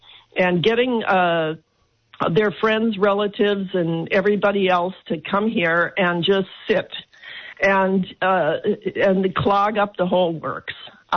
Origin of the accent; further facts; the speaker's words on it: Chicago, Illinois, United States; I was looking when I grew up in Chicago. I saw these pretty high-rise buildings on the south side.